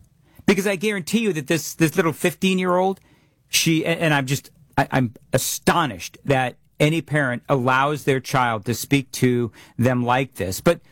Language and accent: English; California, United States; I grew up in California.